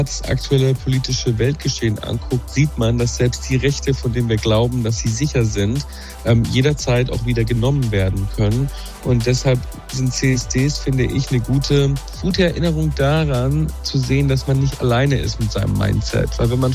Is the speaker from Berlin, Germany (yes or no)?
yes; Berlin, Germany; dass es sich genau mit dem CSD in meiner Heimatstadt Berlin überschneidet